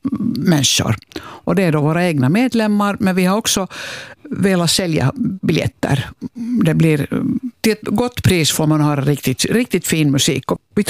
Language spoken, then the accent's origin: Swedish; Finland; så som många finlandssvenskar som kommer ur borgerlig miljö, har nog fått … med modersmjölken på något sätt